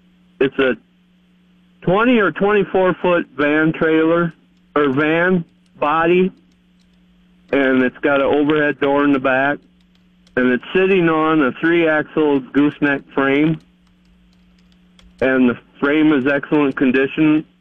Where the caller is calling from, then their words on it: Colton, South Dakota, United States; Colton, South Dakota.